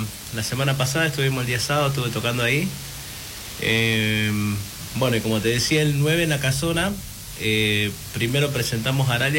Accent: Maimará, Jujuy, Argentina; also born or lived in San Pedro; Maimara es mi pueblo, yo soy de Jujuy, nacido en San Pedro y bueno, a partir de los 12 años en Maimara, digamos, ¿no? En la provincia

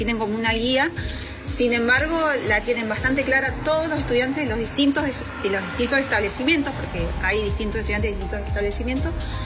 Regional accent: Río Turbio, Santa Cruz, Argentina; ya eso me hace totalmente distinto a mí, a lo que yo, de donde yo vengo, que es de Río Turbio, ¿no?

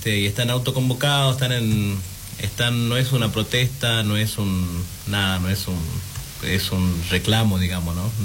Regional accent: San Pedro, Jujuy, Argentina; born there; also born or lived in Maimará, Jujuy; Maimara es mi pueblo, yo soy de Jujuy, nacido en San Pedro y bueno, a partir de los 12 años en Maimara, digamos, ¿no? En la provincia de Jujuy.

